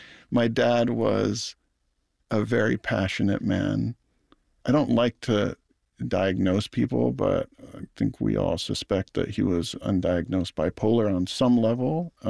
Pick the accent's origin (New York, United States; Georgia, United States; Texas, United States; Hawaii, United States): Hawaii, United States; I always sort of compartmentalized my upbringing and my culture and growing up in Hawaii as sort of a separate thing than my experience as a filmmaker.